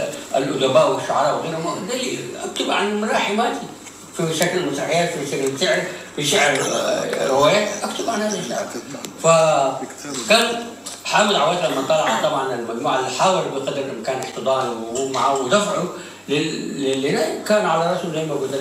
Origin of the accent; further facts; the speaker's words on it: Eritrea; احنا الشعب الريتري